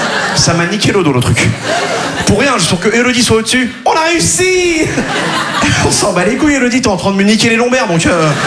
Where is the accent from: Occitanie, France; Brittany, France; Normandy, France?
Brittany, France; Quimperlé; là d'où je viens à Quimperlé, on n'avait pas les sports cool. On n'avait pas basket, hand, foot.